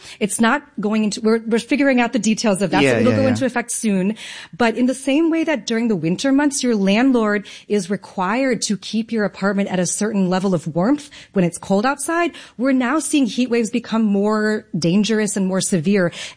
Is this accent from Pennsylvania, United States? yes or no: no; New York, United States